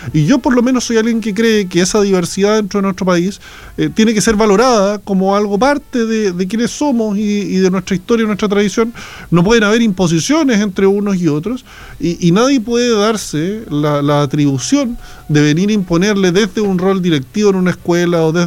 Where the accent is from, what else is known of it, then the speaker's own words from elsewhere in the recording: Chile; es una fecha que nos divide como chilenos, lo tenemos súper claro, sí.